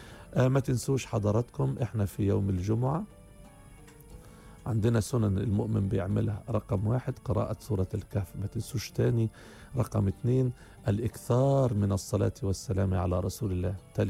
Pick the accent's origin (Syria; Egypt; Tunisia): Egypt; انت مصري وانا مصري